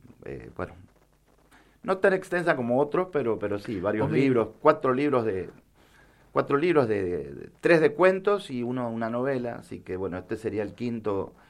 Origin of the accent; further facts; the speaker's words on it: San José, Mendoza, Argentina; born there; now in Bermejo, Argentina; Sí, Bermejino por adopción, porque nací en San José, pero bueno, es un barrio grande.